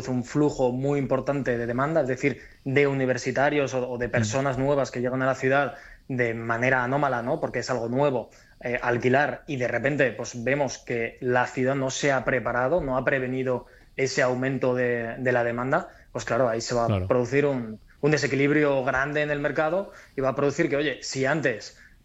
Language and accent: Spanish; Altea, Valencian Community, Spain; yo llegué, bueno, de un pueblito de Alicante, de Altea, me fui a estudiar a Valencia